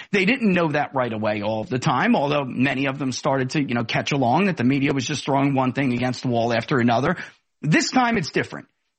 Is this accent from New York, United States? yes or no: yes; New York, United States; And I'm originally from New York. I'm not, you know, I live in the South now, but I was a native New Yorker.